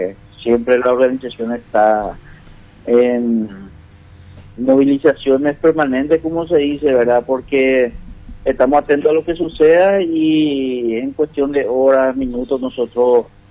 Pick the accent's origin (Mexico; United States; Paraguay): Paraguay; todos los paraguayos que vivimos acá